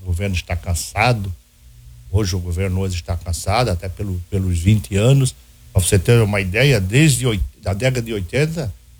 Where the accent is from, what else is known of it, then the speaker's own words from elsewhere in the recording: Camboriú, Santa Catarina, Brazil; born there; now in Balneário Camboriú, Brazil; eu nasci em Camboriú, moro no bairro dos Estados e hoje moro em Balneário Camboriú.